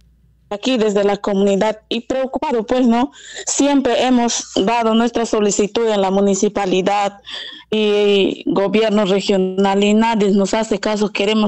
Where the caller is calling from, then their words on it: Peru; Buenos días, aquí con la señora María, desde la comunidad de Sinquiato.